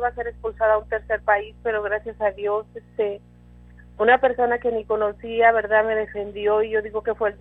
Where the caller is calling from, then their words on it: Seminole, Texas, United States; De aquí, de Seminole, Texas.